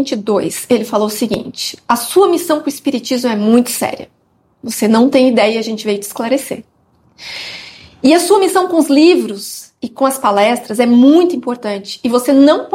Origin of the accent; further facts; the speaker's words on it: Campo Grande, Mato Grosso do Sul, Brazil; now in Lisbon, Portugal; eu sou espírita e médium há mais de 40 anos, eu sou lá de Campo Grande do Mato Grosso do Sul, e minha filha veio me realizar esse desejo